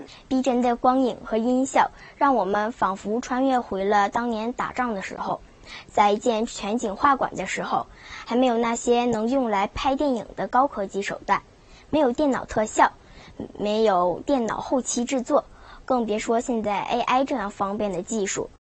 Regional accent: Jinzhou, Liaoning, China; 向外推荐我的家乡锦州

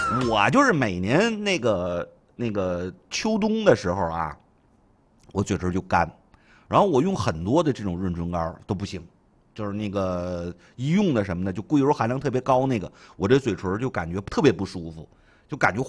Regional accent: Northeast China, China; 作为一个东北的，就是咱们这种城市啊

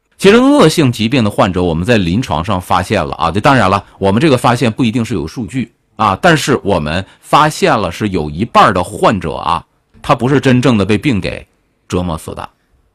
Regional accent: China; 我们中国人

